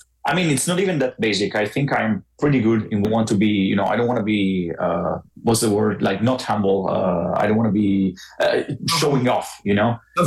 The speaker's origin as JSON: {"language": "English", "country": "Italy", "said": "I'm from Italy"}